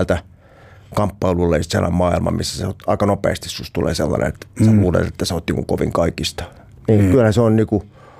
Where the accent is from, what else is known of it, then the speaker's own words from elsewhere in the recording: Helsinki, Uusimaa, Finland; stadilaisia.